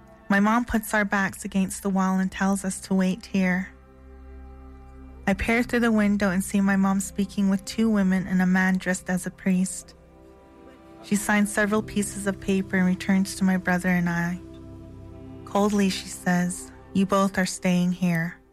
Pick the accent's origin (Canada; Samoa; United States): Canada; Alberta; I am from Ghana, First Nation, Alberta.